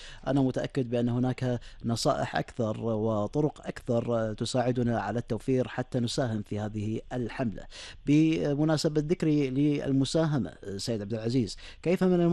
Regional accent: Kuwait; احنا كبرنا معاها كأجيال في الكويت

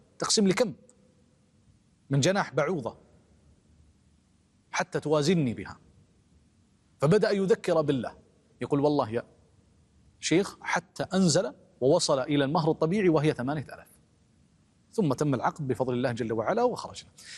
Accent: Kuwait; وعندنا بالكويت

